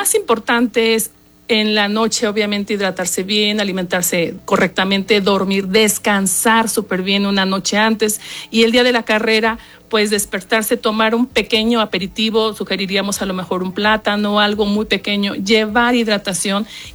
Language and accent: Spanish; Zimapán, Hidalgo, Mexico; now in Pachuca, Mexico; Somos de Zimapán, en este momento vivimos en Pachuca, pero somos de Zimapán